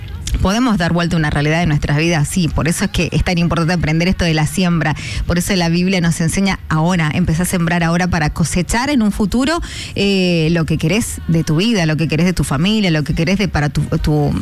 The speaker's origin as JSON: {"language": "Spanish", "country": "Argentina", "said": "todo lo que nos pasa a nosotros como argentinos, como, bueno, o como humanidad en realidad"}